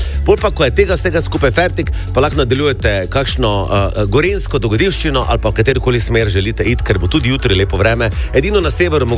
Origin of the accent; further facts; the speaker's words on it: Styria, Slovenia; accent: Styrian; Jo, to smo mi Štajerci, mi imamo vse napačne naglase. Mi rečemo voda, pri drevi se dobimo. To je moč moj jezik in mi ne znamo vseh teh drugih naglasov, ki jih vi govorite.